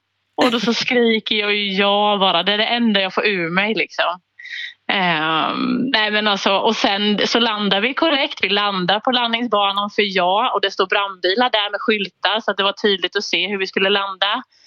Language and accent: Swedish; Småland, Sweden; Men han är från Dalarna och jag är från Småland, så att vi landar någonstans mitt emellan.